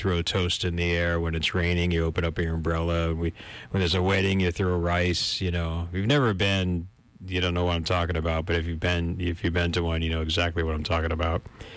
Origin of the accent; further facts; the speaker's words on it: Milford, Connecticut, United States; when I was a kid, I grew up in Milford